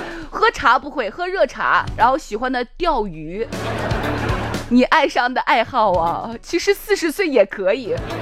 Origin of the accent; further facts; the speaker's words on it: Chang'an County, Shaanxi, China; accent: Shaanxi dialect, Chang'an County dialect; 我们陕西话长安县话就叫